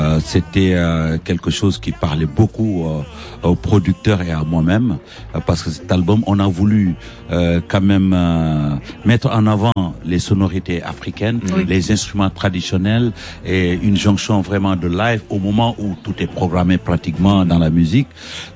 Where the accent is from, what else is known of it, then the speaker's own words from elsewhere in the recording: Senegal; je suis un Sénégalais, fier de l'être.